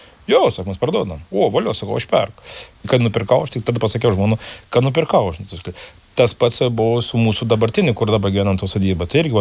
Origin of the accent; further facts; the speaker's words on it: Viekšniai, Telšiai County, Lithuania; aš sakau, aš esu Viekšniškis ir aš kaip, nu, sakau visiems ir sakau, aš iš Viekšnių